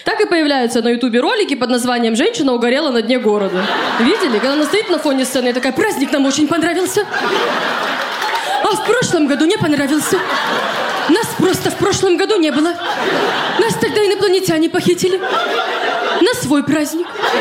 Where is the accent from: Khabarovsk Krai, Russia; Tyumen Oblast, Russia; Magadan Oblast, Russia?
Khabarovsk Krai, Russia; Khabarovsk; now in Moscow, Russia; Так, смотрите, я из Хабаровска, вот, уже год живу в Москве